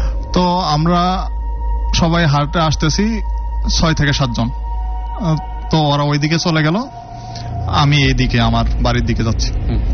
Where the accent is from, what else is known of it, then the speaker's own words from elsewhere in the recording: Jamalpur District, Mymensingh Division, Bangladesh; জি, জামালপুর জেলায়, হাজরাবাড়ি পৌরসভায়।